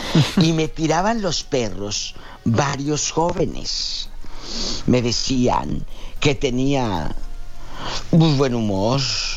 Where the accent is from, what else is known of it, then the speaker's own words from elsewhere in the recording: Michoacán, Mexico; Soy de Michoacán, diva.